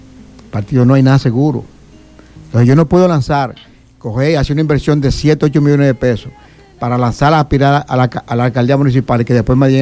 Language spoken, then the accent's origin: Spanish; Pedernales, Dominican Republic; vivo eternamente agradecido de mi pueblo